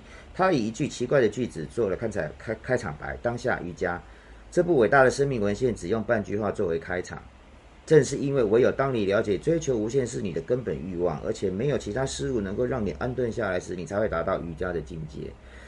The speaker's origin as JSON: {"language": "Chinese", "country": "Taiwan"}